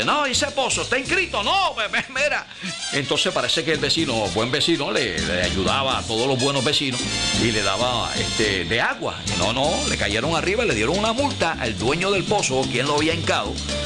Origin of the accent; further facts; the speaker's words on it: Sabana Grande, Puerto Rico; mi pueblo Sabana Grande. Ah, mi pueblo Sabana Grande, mi barrio Molina City.